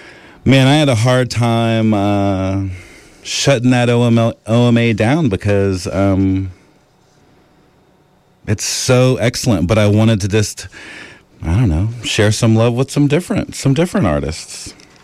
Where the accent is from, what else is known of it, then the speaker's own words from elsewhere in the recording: East Coast, United States; And I grew up on the East Coast.